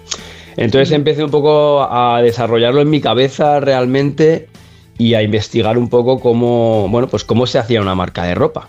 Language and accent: Spanish; Madrid, Community of Madrid, Spain; born there; moved away as an adult; now in Mallorca, Spain; desde que soy adolescente, yo vivía en Madrid al lado del Pardo